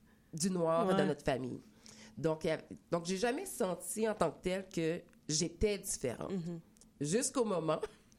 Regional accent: Quebec, Canada; born there; je suis née au Québec il y a... quelques étés de cela.

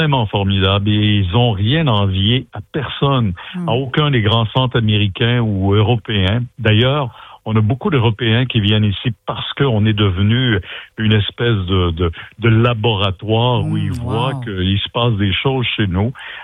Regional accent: Quebec, Canada; Là, ça se passe chez nous au Québec.

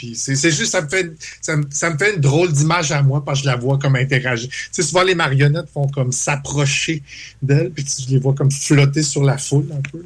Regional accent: Châteauguay, Quebec, Canada; Tu sais, juste comme quand j'étais jeune, je venais de Châteauguay, de la banlieue, voir les shows.

